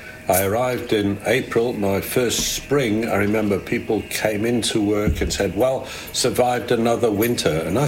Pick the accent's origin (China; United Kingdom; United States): United Kingdom; now in New Zealand; I remember growing up in Britain